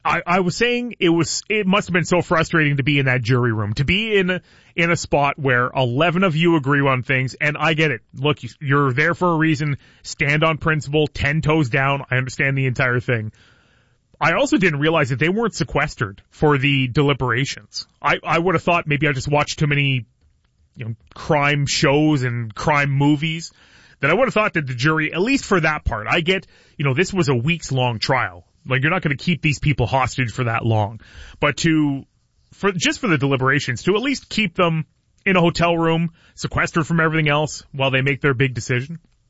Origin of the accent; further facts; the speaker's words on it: Belle River, Ontario, Canada; moved away as an adult; also born or lived in Puce, Ontario; now in Windsor, Canada; Now, I've only been home for, what are we going on, 6 years now, back here in Windsor, Essex. Of course, I grew up in Puce and Bell River, and then moved away, and, you know, the classic radio journey, you go west, young man, and I did for a decade, then came back.